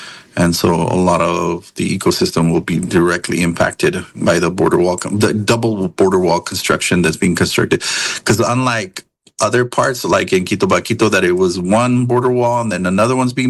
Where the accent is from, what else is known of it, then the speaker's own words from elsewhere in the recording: Texas, United States; also born or lived in New Mexico; I come from West Texas and southern New Mexico, so I have traveled the border quite extensively